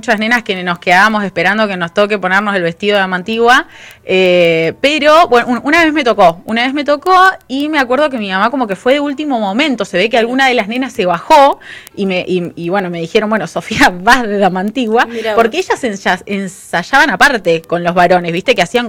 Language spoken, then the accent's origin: Spanish; Argentina; no la pasamos bien como argentinos.